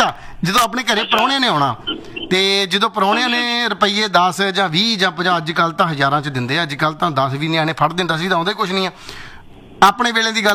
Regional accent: Punjab, India; ਅਸੀਂ ਵੀ ਮਾਲਵੇ ਤੋਂ

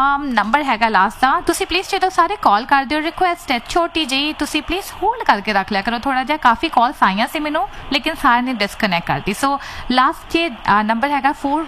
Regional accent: Kolkata, West Bengal, India; born there; ਸੋ ਮੈਂ ਆਪਣੀ ਗੱਲ ਦੱਸਦੀ ਜਦੋਂ ਮੈਂ ਛੋਟੀ ਹੁੰਦੀ ਸੀ ਮੇਰਾ ਬਰਥ ਵੈਸਟ ਬੰਗਾਲ ਕੋਲਕਾਤਾ ਦੇ ਲਾਗੇ ਹੋਇਆ.

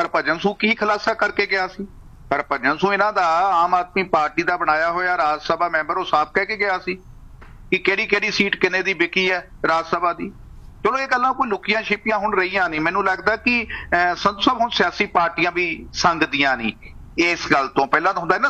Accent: Punjab, India; ਅਸੀਂ ਪੰਜਾਬ ਦੇ ਲੋਕ ਹੈ ਪੰਜਾਬ ਦੇ ਵਸ਼ਿੰਦੇ ਹੈ

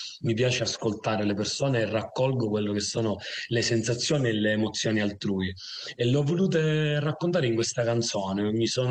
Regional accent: Priolo Gargallo, Sicily, Italy; Allora, io sono in un paesino, nel mio paesino che si chiama Priolo ed è in provincia di Siracusa, quindi sul versante ionico della Sicilia sudorientale.

